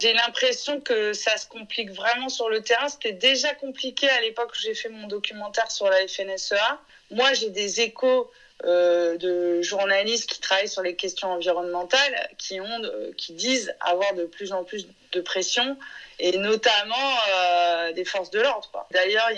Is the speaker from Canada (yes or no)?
no; Quimper, Brittany, France; moved away; Moi, je suis originaire de province, je suis originaire de Quimper, j'ai grandi là-bas, je me sens provinciale et fière de l'être.